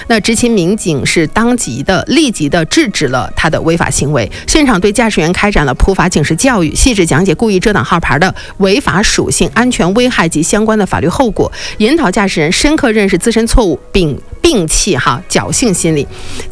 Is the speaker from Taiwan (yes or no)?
no; Inner Mongolia, China; 土生土长的锡林工作盟的朋友来说，我们很少见过雨是直直往下下的，我只有在南方见过